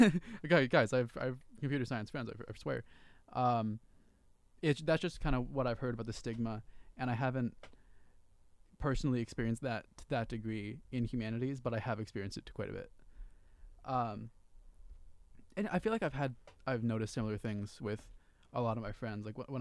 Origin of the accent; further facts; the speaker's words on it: Santa Barbara, California, United States; moved away; I'm from Santa Barbara.